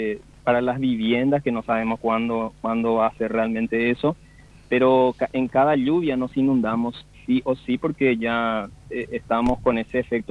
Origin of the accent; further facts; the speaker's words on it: Asunción, Paraguay; yo nací en el Bañado Tacumbú